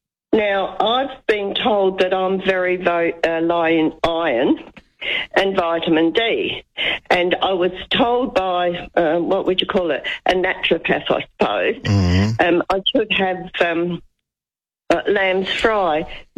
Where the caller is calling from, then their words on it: South Australia, Australia; I'm ringing from South Australia.